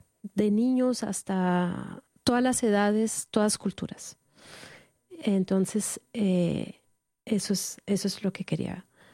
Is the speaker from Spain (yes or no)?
no; Netherlands; Evoqué que yo crecí en Holanda